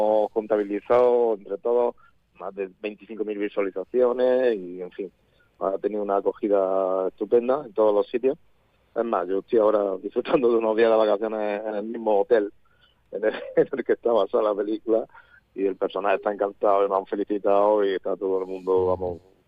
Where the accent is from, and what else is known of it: Spain